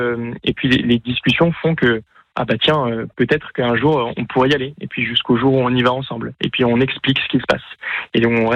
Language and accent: French; Nantes, Pays de la Loire, France; je viens en plus d'une région qui n'est pas taurine. Alors on va parler de Paris, c'est sûr, mais en plus, moi, je suis originaire de Nantes. Et je vais avoir 28 ans cette année